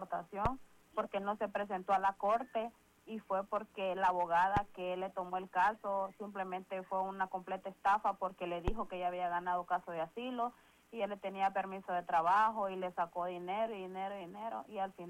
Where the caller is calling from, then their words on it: Virginia, United States; nosotros somos de Virginia